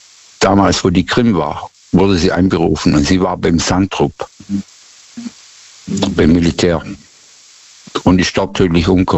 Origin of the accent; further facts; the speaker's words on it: Baden-Württemberg, Germany; Nee, ich komme nicht aus dem Schwarzwald.